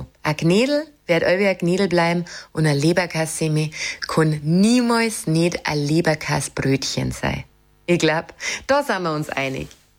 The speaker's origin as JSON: {"language": "German", "region": "Bavaria", "country": "Germany", "accent": "Bavarian", "said": "als Bayerin sind mir einfach bestimmte Wörter total wichtig."}